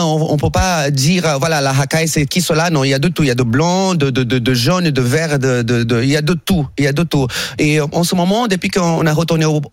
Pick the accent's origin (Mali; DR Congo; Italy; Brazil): Brazil; now in France; chez moi au Brésil, dans ma ville.